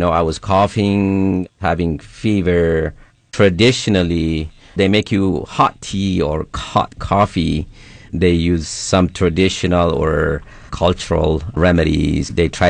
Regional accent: Sidama, Ethiopia; first language Sidamo; English is a second language; moved away; in Sidaminya, which is my mother tongue language

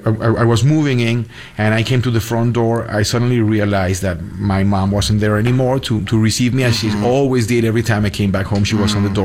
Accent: Bogota, Bogotá Capital District, Colombia; my hometown, a place that, as many of our Latin capitals, is really complicated, it's really tough, but it's the place where is the backdrop of our lives.

